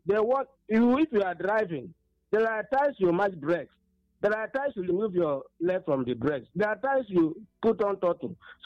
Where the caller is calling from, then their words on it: Enugu, Enugu State, Nigeria; I'm calling from Enugu.